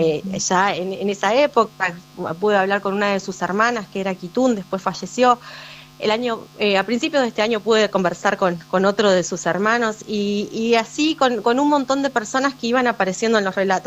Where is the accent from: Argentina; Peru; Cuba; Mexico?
Argentina; Neuquén; moved away; cuando volví a vivir acá, yo soy de Neuquén